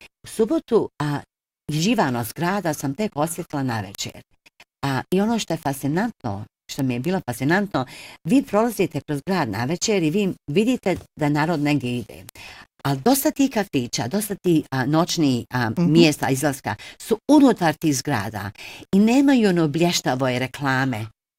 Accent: Bosnia & Herzegovina; Tako da smo se kao pravi Bosanci uputili još jedan kafić gdje smo se družili i upoznavali

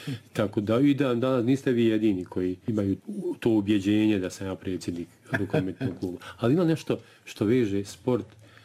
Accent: Derventa, Republika Srpska, Bosnia & Herzegovina; born there

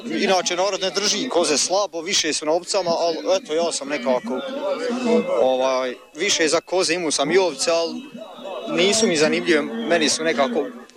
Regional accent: Sladna, Federation of Bosnia and Herzegovina, Bosnia & Herzegovina; Iz Sladnije sam ja, iz Obrbašića.

